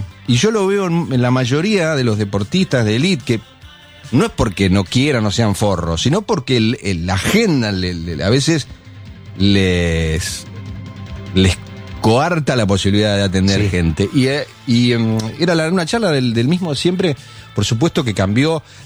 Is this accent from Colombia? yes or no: no; Argentina; Yo, además, pues soy hincha de un argentino. Con la bandera, con la emoción. Soy argentino yo.